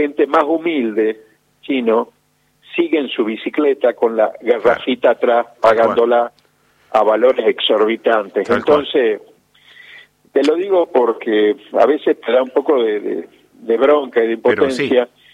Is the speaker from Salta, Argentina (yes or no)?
yes; Salta, Argentina; soy salteño y quiero que Salta viva mejor